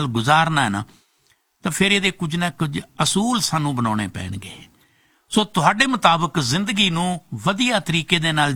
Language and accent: Punjabi; Faridkot, Punjab, India; ਸਾਡੇ ਫਰੀਦਕੋਟ ਦਾ ਸੀ ਜੀ, ਮੈਂ ਵੀ ਫਰੀਦਕੋਟ ਦਾ ਹੀ ਹਾਂ